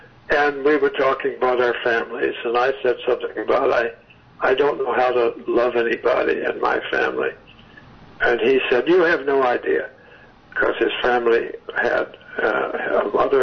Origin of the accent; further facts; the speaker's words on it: Fort Smith, Arkansas, United States; I am from Arkansas, and Mark was from Deep South of Mississippi, Greenwood, and I was from Fort Smith, Arkansas, and Arkansas is also very, very southern